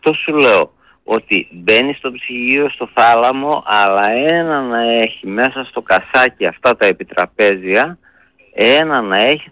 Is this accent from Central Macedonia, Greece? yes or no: yes; Central Macedonia, Greece; born there; moved away as an adult; now in Thessaloniki, Greece; το χωριό μου είναι 60 χιλιόμετρα, δεν είναι μακριά.